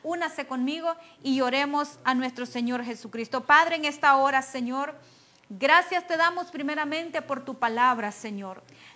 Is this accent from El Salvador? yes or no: yes; El Salvador; pero también es doblemente salvadoreña como yo, ¿verdad? Somos del país El Salvador, pero también somos del Salvador del cielo, ¿verdad?